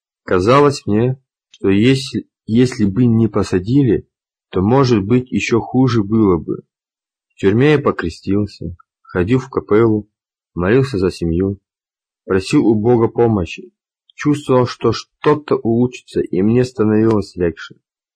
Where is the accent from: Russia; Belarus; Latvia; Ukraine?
Latvia; Jelgava, Zemgale; Сам я из Елгавы.